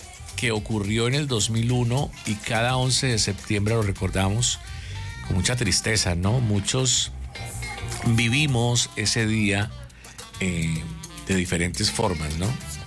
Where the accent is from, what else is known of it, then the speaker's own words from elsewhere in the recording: Colombia; todos los bumangueses y como buenos colombianos nos unamos más fuertes que nunca.